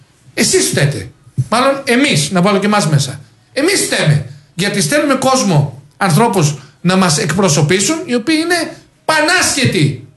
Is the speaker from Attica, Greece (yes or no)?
no; Preveza, Epirus, Greece; moved away; Αγαπάω την πόλη μου